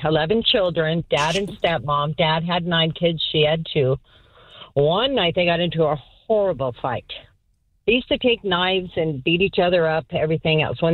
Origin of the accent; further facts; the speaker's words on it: Soap Lake, Washington, United States; Soap Lake. I shouldn't tell you that because I have 2 brothers that ended up being police officers, and several of my siblings were very successful.